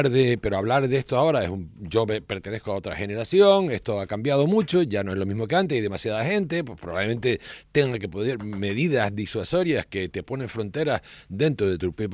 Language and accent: Spanish; Canary Islands, Spain; porque es mi tierra. es mi isla, mi país. O sea, ¿qué haces tú cobrándome por moverme por mi país?